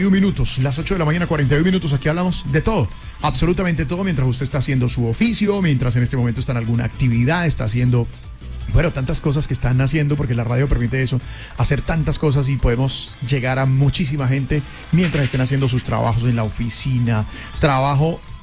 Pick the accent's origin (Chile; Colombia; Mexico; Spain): Colombia; lo que queremos nosotros como ciudadano y como colombiano.